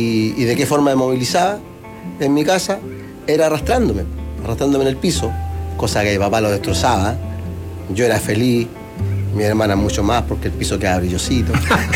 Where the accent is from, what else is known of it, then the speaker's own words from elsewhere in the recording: Talca, Maule, Chile; born there; Bueno, yo nací en 1980 en la ciudad de Talca.